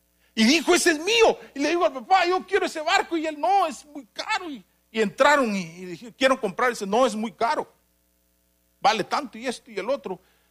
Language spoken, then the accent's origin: Spanish; Guatemala; moved away